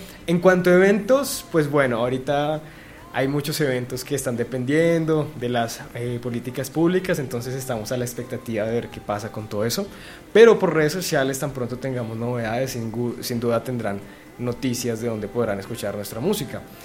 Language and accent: Spanish; Bogotá, Colombia; nosotros a la final pues somos bogotanos, somos colombianos